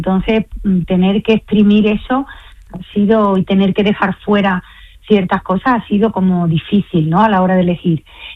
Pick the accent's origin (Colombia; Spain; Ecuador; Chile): Spain; Andalusia; somos todos andaluces